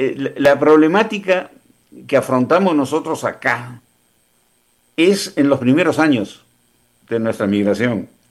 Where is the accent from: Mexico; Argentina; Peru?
Peru; now in United States